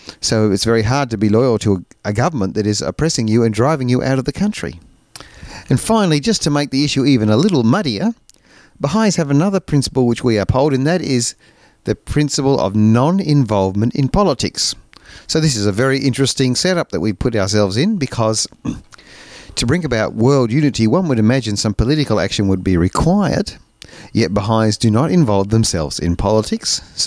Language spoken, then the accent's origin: English; Australia; we are all Australian and we all are proud of our country and would die for our country